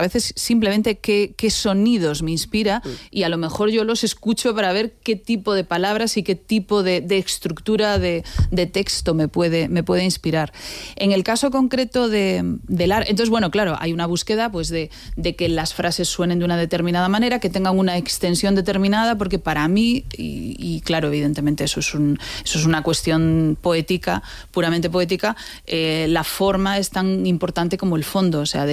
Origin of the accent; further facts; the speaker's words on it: A Coruña, Galicia, Spain; Soy gallega de Coruña. Gallega de A Coruña.